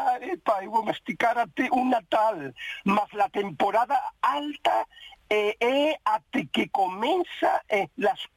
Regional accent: Cádiz, Andalusia, Spain; Portuguese is a second language

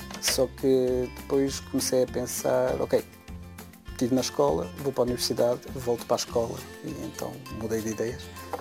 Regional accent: Luxembourg; also born or lived in Strasbourg, France; Nasci no Luxemburgo, os meus pais conheceram-se no Luxemburgo, pronto, fiz a escola aqui. Fiz os meus estudos na França, estive em Estrasburgo durante 5 anos para fazer o meu diploma de psicólogo. E depois voltei para o Luxemburgo

